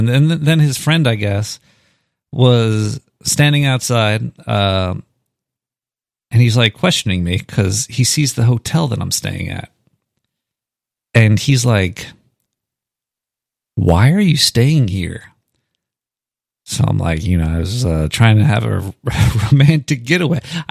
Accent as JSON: {"language": "English", "town": "Brooklyn", "region": "New York", "country": "United States", "said": "I'm from Brooklyn. I'm a bumbling Brooklyn retard. I can't get back there."}